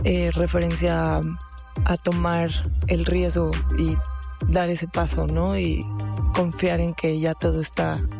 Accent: Tamaulipas, Mexico; moved away as an adult; now in Mexico City, Mexico; soy de Tamaulipas, pero llevo 11 años ya viviendo acá en la ciudad.

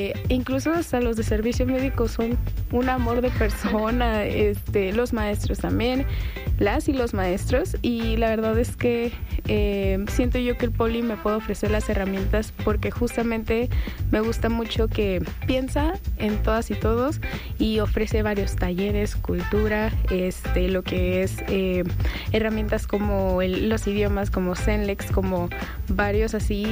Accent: Sonora, Mexico; moved away as an adult; cómo es ser un sonorense fuera del estado, ¿no? De que lo confunden que es de Monterrey, y justamente me pasa igual

